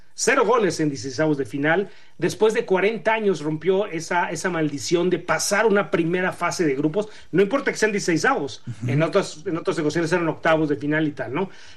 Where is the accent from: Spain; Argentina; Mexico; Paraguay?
Mexico; esa unificación como país, como mexicanos